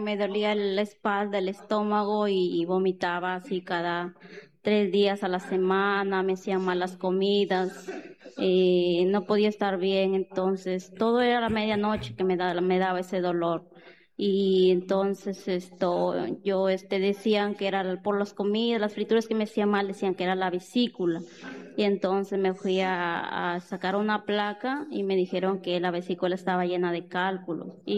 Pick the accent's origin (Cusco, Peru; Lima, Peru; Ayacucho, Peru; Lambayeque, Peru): Lambayeque, Peru; Olmos; Soy de acá de Olmos, pues.